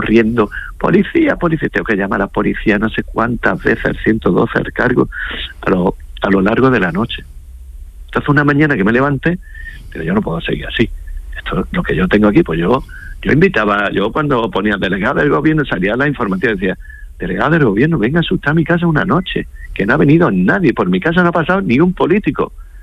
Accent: Ceuta, Spain; en Ceuta somos muy, muy alegres.

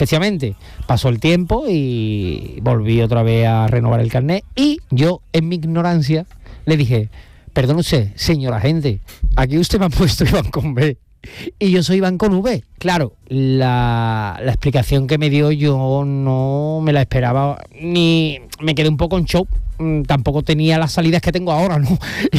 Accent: Alcalá de Guadaíra, Andalusia, Spain; also born or lived in Seville; Pero bueno, mi residencia está en Alcalá de Guadaira desde pequeño. Soy alcalareño. Sevillano y alcalareño.

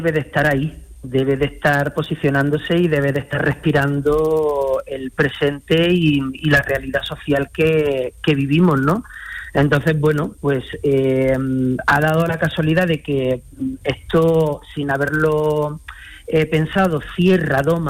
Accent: Granada, Andalusia, Spain; also born or lived in Madrid; bueno, pues yo he estado 27 años haciendo cultura y carrera en Madrid. Desde hace 4 años decidí volver a mi tierra. Así que tiene algo de regreso al territorio y me hace mucha ilusión porque, bueno, pues no solamente compartirlo con el público granadino

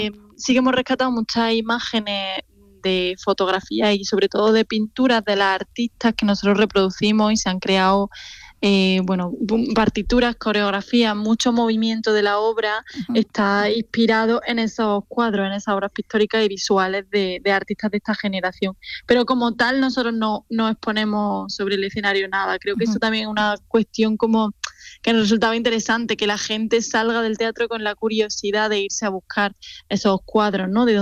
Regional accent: Granada, Andalusia, Spain; yo soy de Granada.

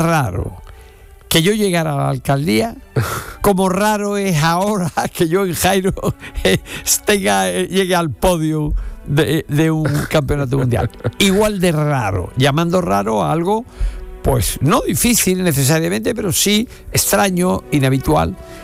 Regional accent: Andalusia, Spain; los andaluces no nos lo ganamos

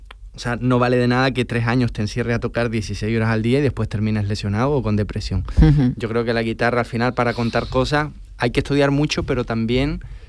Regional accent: Chile; now in Spain; Para los que no sabéis, yo soy chileno.

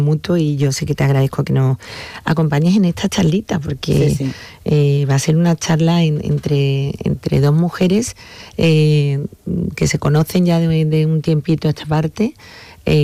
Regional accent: Seville, Andalusia, Spain; Porque yo, desde que tengo uso de razón, vivo allí, y luego hubo un tiempo que deserté, que me fui a vivir al Aljarafe, luego al centro, pero luego decidí que quería volver a mi barrio

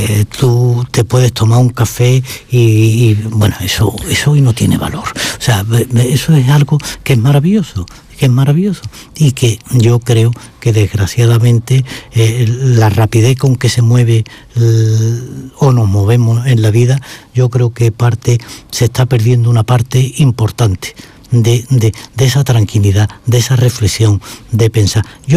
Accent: Seville, Andalusia, Spain; yo me siento muy sevillano y encantado de ser andaluz.

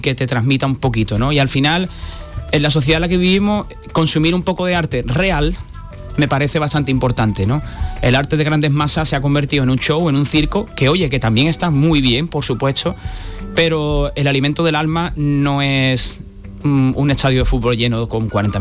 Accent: Cádiz, Andalusia, Spain; como somos de Cádiz los dos

